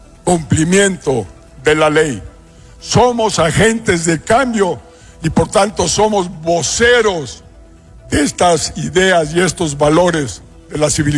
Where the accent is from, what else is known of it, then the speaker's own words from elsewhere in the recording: Mexico; soy ciudadano mexicano.